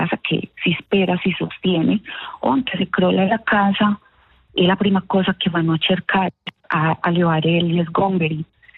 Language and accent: Italian; Pereira, Risaralda, Colombia; moved away as an adult; also born or lived in Switzerland; now in Medellín, Colombia; io sono nata proprio nella città di Pereira, in questo momento abitiamo a Medellín. Pereira è una zona completamente sismica. Io sono nata e cresciuta fino a che sono partita per l'Europa a 18-19 anni.